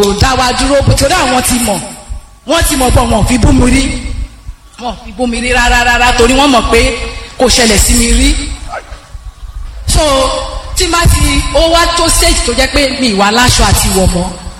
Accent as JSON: {"language": "Yoruba", "region": "Osun", "country": "Nigeria", "said": "mo wa lati Ọ̀sun."}